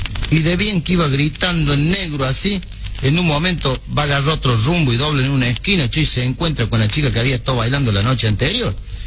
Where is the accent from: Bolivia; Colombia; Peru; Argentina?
Argentina; Córdoba; yo como soy cordobés